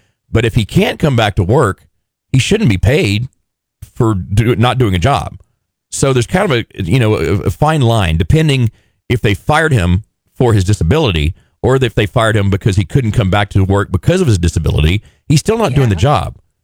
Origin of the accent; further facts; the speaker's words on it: Texas, United States; Because I'm from Texas.